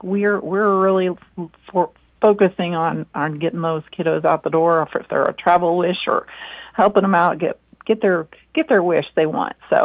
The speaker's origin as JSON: {"language": "English", "town": "Beatrice", "region": "Nebraska", "country": "United States", "tie": "born or raised there", "moved": "yes", "said": "my hometown of Beatrice"}